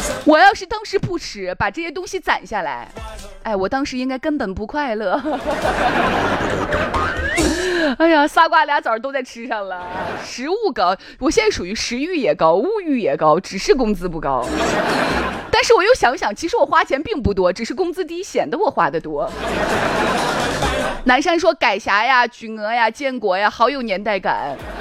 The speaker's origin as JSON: {"language": "Chinese", "town": "Xi'an", "region": "Shaanxi", "country": "China", "said": "我们长安县其实就是这么多年都被污名化了"}